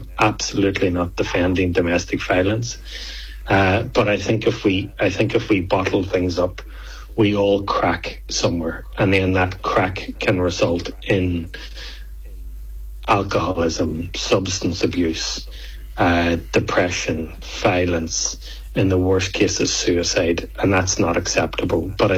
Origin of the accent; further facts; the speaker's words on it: Ireland; moved away as an adult; now in Australia; I've lived in Australia for 20 years. I'm Irish, obviously.